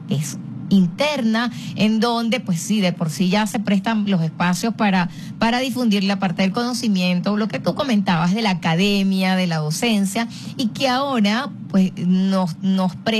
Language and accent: Spanish; Ciudad Bolívar, Bolívar, Venezuela; saludos a mis paisanos, yo soy del estado Bolívar, nací en Ciudad Bolívar